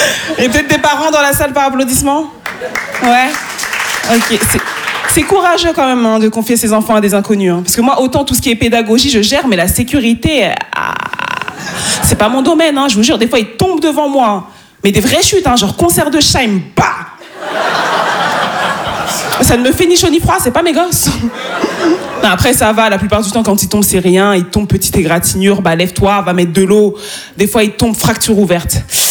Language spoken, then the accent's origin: French; Île-de-France, France; born there; C'est peut-être parce que je suis née dans le Val d'Oise